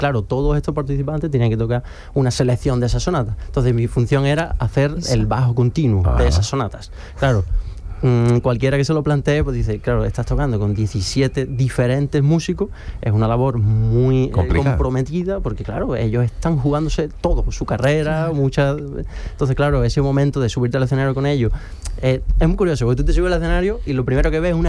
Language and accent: Spanish; San Roque, Andalusia, Spain; Sí, yo soy de San Roque y pueblecito del Campo de Libertad, y claro, yo empecé desde muy chiquitito